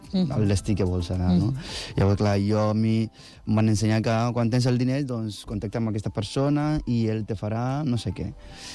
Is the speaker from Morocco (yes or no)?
no; Kumasi, Ashanti, Ghana; Catalan is a second language; moved away; Sí, jo sóc d'un poble de Ghana que es diu Kumasi, i dintre d'aquest poble, doncs, el nostre dia a dia era, doncs, aixecar-se al matí, entre setmana vas a l'escola